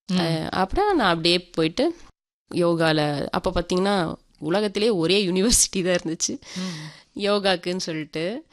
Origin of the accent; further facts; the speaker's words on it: Coimbatore, Tamil Nadu, India; ஆமாம், அங்கே வந்து என்னோட ஸ்கூலிங்ஸ் ஃபுல்லாமே அங்கே தான் முடித்தேங்க.